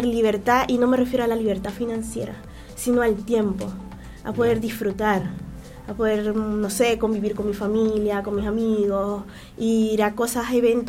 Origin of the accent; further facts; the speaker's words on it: Venezuela; moved away; En mi país, porque vengo de Venezuela